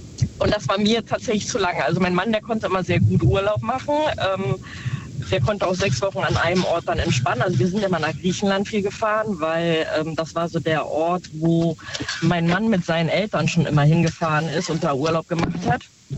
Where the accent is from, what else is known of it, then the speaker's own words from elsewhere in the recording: Neunkirchen, North Rhine-Westphalia, Germany; Ich komme aus dem Rhein-Sieg-Kreis.